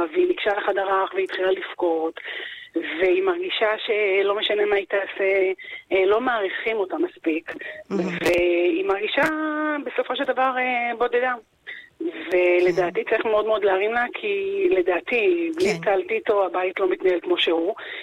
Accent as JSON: {"language": "Hebrew", "town": "Ramat Gan", "region": "Tel Aviv District", "country": "Israel", "said": "אני מרמת גן."}